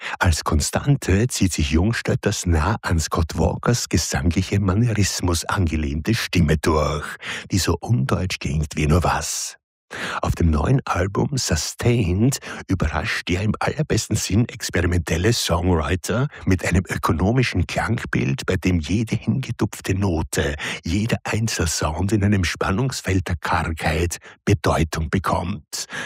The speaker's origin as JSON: {"language": "German", "town": "Schattendorf", "region": "Burgenland", "country": "Austria", "tie": "born or raised there", "said": "las freudig erregt Schattendorf in der Leibeswelt. Aber leider, noch hat Black Metal mein Heimatdorf nicht erreicht."}